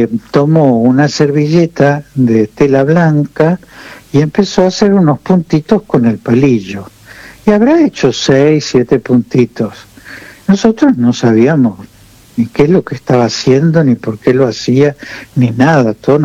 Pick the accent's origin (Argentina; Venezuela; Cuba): Argentina; also born or lived in Toledo, Spain; volví a la Argentina, yo soy argentino, ¿no es cierto?